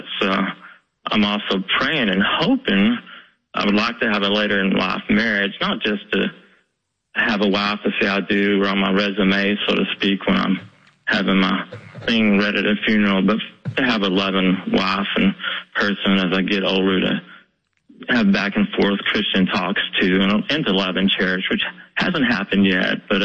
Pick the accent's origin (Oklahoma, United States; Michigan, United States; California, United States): Oklahoma, United States; Weatherford; I know people in Oklahoma City and my hometown of Weatherford and a lot of places that are going through loneliness too